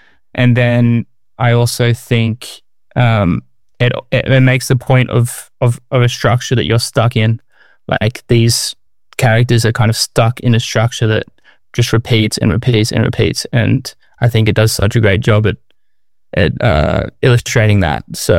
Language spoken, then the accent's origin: English; Australia; moved away as an adult; now in Paris, France